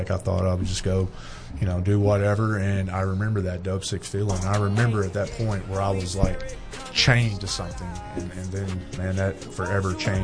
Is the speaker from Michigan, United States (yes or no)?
no; Fordyce, Arkansas, United States; So I was raised in South Arkansas, a little town called Fort Ice.